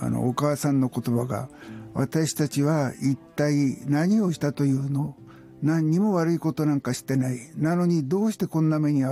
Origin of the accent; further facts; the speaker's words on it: Yamagata, Japan; 僕は小さい時に山形県で育ったんですが、シベリアからね、僕の町に3人帰ってきたんですよね。